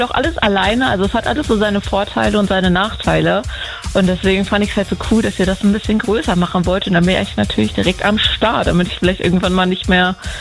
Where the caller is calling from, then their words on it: North Rhine-Westphalia, Germany; ich bin, wie gesagt, 34 Jahre alt und komme hier aus dem wunderschönen Ostwestfalen Lippe.